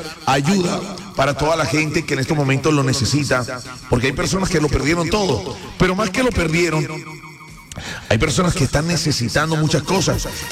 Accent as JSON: {"language": "Spanish", "country": "Colombia", "said": "Aquí todos somos colombianos"}